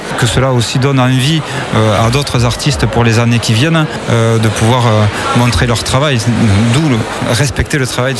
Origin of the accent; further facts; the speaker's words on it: Vic-Fezensac, Occitanie, France; moved away as an adult; now in Hossegor, France; je suis originaire de Vic-Fezensac et j'habite à Haussegor, ça fait une trentaine d'années.